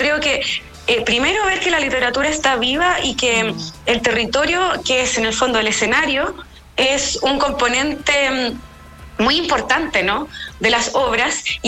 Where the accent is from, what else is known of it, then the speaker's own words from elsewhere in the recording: Santiago, Santiago Metropolitan Region, Chile; moved away as an adult; also born or lived in Argentina / New York; now in Valparaíso, Chile; yo soy de Santiago, pero he tenido el azar de vivir también en Argentina, en Nueva York, y ahora vivo en Valparaíso. Un territorio nuevo